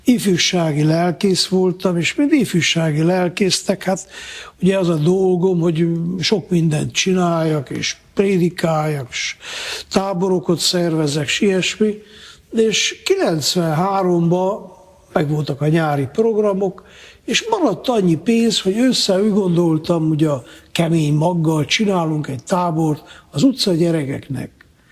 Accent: Miercurea Ciuc, Harghita, Romania; Hát ugye én Csíkszeredában nőttem fel, ott vannak ferencesek Csíksomjón

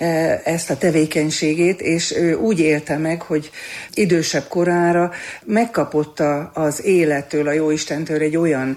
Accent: Slovakia; born or raised there; moved away as an adult; now in Hungary

